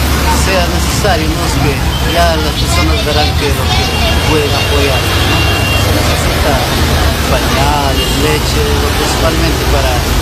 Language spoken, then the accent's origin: Spanish; Santa Rosa, Cajamarca, Peru; now in Villarrica, San José de Lourdes, Peru; mi lugar de nacimiento, yo soy de Santa Rosa y acá de Jaén, ¿no?, natural de esta zona.